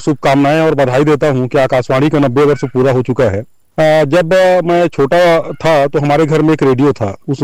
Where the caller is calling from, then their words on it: Raigarh district, Chhattisgarh, India; मैं रायगढ़ जिला के ललुंगा विकासखंड का निवासी हूँ। मेरा उम्र लगभग 50 वर्ष के आसपास है।